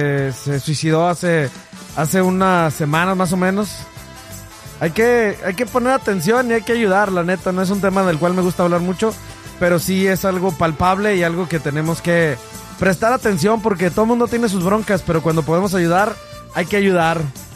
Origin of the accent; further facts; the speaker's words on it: León, Guanajuato, Mexico; now in Los Angeles, United States; allá en mi tierra, en León, Guanajuato